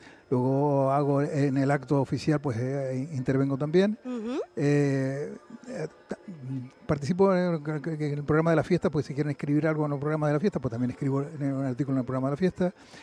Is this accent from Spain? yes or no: yes; El Escobonal, Canary Islands, Spain; born there; Yo soy nacido en El Escobonal, que vivo en Candelaria hace más de 30 años